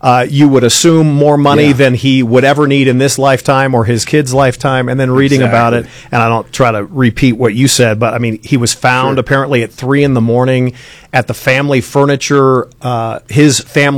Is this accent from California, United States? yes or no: yes; San Diego, California, United States; left my hometown of San Diego to play in some little rinky-dink SoFi stadium.